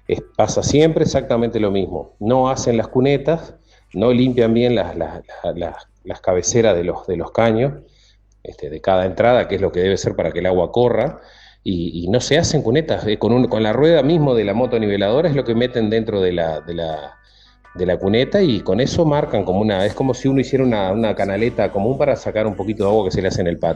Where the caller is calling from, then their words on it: Rincón de Pando, Canelones, Uruguay; Que vivo en Rincón de Pando